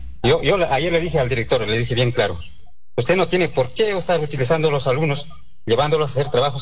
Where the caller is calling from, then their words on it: Asunción district, Cajamarca, Peru; Estoy llamando de acá, del distrito de la Asunción.